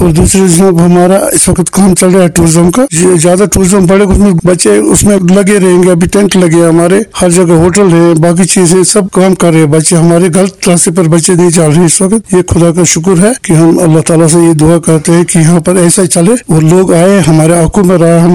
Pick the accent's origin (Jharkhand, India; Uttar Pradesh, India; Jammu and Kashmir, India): Jammu and Kashmir, India; Gurez; मैं यहाँ गुरेज का रहने वाला हूँ।